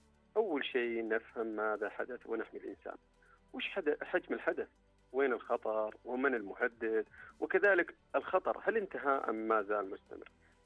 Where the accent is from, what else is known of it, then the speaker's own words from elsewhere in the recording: Saudi Arabia; وعندنا في المملكة العربية السعودية مثال واضح على فكرة الاستعداد قبل الحدث